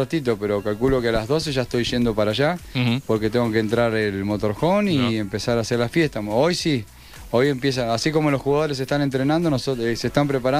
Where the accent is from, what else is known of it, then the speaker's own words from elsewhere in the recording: Argentina; moved away; me gusta la selección, soy argentino y siempre aliento a la selección. Uh-huh. Y esto es mucho tiempo viviendo acá y nunca perdí la pasión por Argentina.